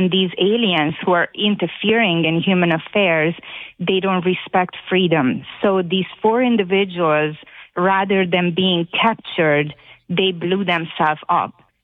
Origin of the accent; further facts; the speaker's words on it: Hungary; Okay, so this came to me because I was born and raised in Hungary.